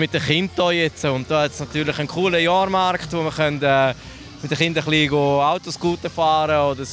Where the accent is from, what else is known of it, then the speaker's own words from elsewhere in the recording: Emmen, Lucerne, Switzerland; ich bin in Luzern aufgewachsen, am Flugplatz in Emmen